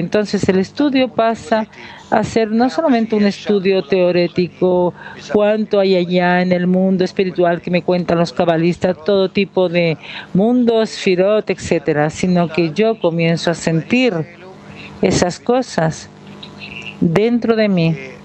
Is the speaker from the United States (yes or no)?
yes; Chicago, Illinois, United States; Spanish is a second language; Hola a todos. … soy de Chicago.